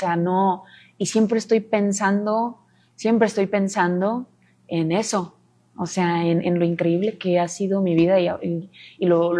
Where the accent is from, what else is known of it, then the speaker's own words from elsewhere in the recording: Sonora, Mexico; born there; moved away; also born or lived in Phoenix, Arizona, United States; siempre pienso en Sonora. Y en Phoenix, también crecí en Phoenix, parte de mi vida estuve en Arizona.